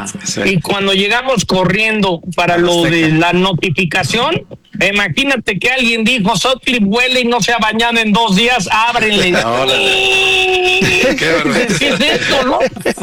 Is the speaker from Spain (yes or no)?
no; Mexico